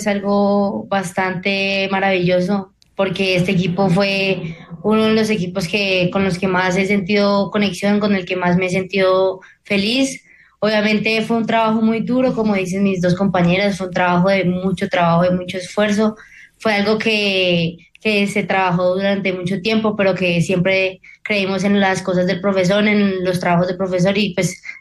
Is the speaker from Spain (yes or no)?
no; Colombia; porque pues somos colombianos y pues el corazón de un colombiano es muy difícil de quebrar.